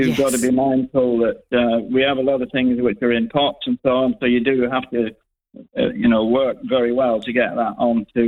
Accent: Oldham, North West England, United Kingdom; also born or lived in Somerset / Northampton; now in Farthingstone, United Kingdom; No, I'm from Oldham in Lancashire.

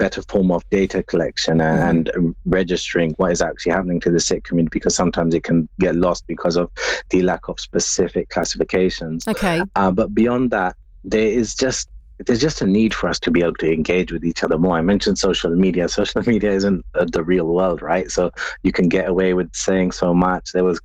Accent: London, United Kingdom; In my hometown of Southall

